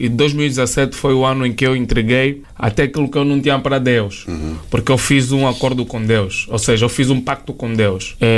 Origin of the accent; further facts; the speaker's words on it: Angola; moved away as an adult; quando eu saí de Angola, eu saí de lá